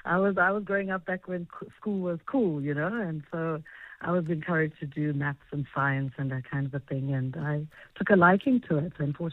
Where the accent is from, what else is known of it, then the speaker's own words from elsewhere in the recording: Mahikeng, North West, South Africa; growing up in Mafikeng, I was a very curious child